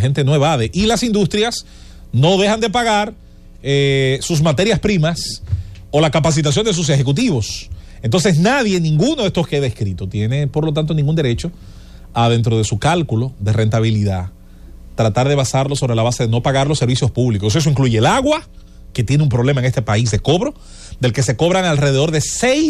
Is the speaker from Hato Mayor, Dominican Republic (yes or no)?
no; Azua de Compostela, Azua, Dominican Republic; en mi casa donde yo me crié en Asua